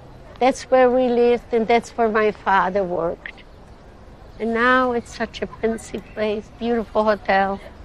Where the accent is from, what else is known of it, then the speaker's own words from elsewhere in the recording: Lublin, Lublin Voivodeship, Poland; English is a second language; moved away; I was born in Lublin, Poland, in 1929, May the 27th.